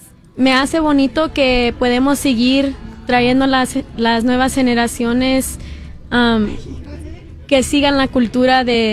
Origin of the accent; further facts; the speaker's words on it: Oaxaca, Mexico; Okay, pues primeramente yo soy una oaxaqueña, me gusta mucho desde pequeña bailar.